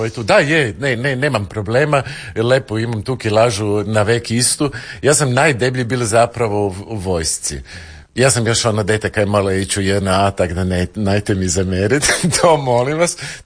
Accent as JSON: {"language": "Croatian", "town": "Zagreb", "region": "City of Zagreb", "country": "Croatia"}